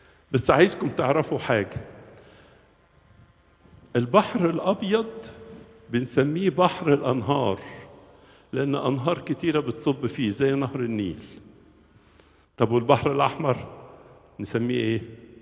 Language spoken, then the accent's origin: Arabic; Egypt; الجمال اللي عندنا في مصر